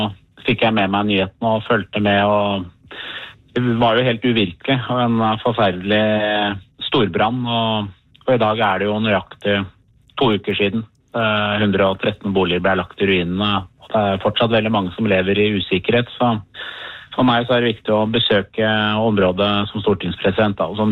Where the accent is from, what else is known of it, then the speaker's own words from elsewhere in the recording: Drammen, Buskerud, Norway; Jeg gjør meg stolt som drammenser